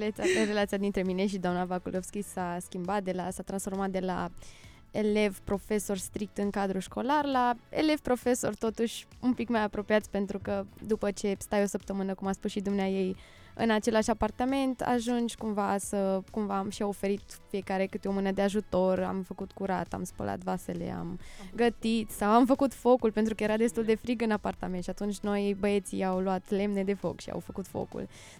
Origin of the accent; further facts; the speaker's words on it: Romania